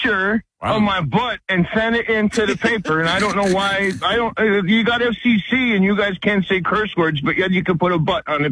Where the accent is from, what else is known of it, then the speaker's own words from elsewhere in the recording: Wilkes-Barre, Pennsylvania, United States; I'm from Wilkes-Barre, Scranton, awesome.